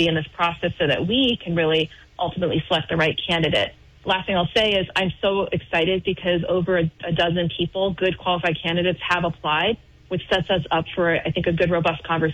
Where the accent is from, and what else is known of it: Barrie, Ontario, Canada; born or raised there